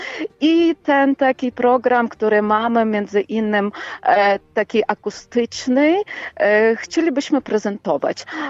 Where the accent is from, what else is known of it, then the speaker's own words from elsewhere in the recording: Lviv, Lviv Oblast, Ukraine; Polish is a second language; moved away as an adult; now in Poland; we Lwowie, w którym się, jak pan powiedział, urodziliśmy, wychowaliśmy się